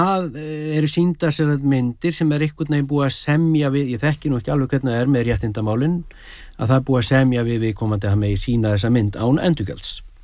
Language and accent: Icelandic; Bíldudalur, Westfjords, Iceland; ég ólst upp á Bíldudal og það voru bíósýningar tvisvar í viku sko.